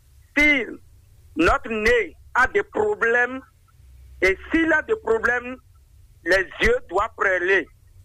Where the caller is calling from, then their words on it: Benin; Je vous appelle depuis Guiguet.